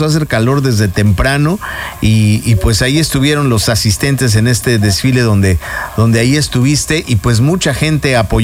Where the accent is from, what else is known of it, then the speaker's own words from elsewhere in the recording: Mexico; Nos sentimos orgullosos, claro, de ser mexicanos, pues hay que demostrar que somos buenos mexicanos